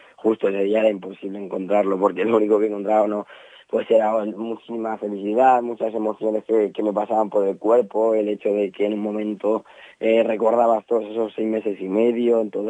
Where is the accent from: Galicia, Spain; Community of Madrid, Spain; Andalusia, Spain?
Community of Madrid, Spain; Madrid; born there; yo nací en Madrid, pero obviamente después mis padres son de Burgondo